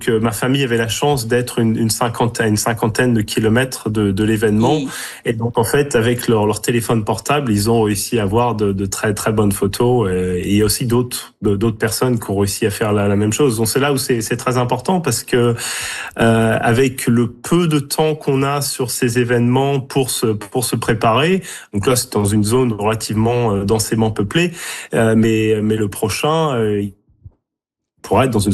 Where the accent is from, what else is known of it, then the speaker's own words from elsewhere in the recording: Normandy, France; Et là, je vois que c'est très proche de là d'où je viens, en Normandie.